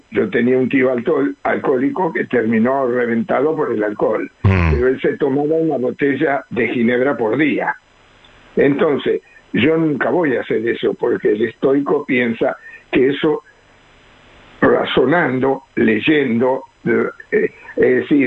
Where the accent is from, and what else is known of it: Ciudadela, Buenos Aires Province, Argentina; born or raised there; now in Junín, Argentina